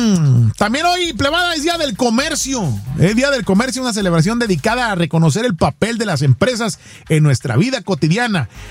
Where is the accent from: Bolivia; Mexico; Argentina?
Mexico; Estación Capoma, Sinaloa; Allá de donde soy yo, de Sinaloa, de Estación Capoma, WhatsApp, Sinaloa, México.